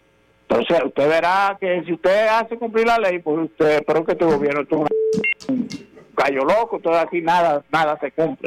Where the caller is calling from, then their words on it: Dominican Republic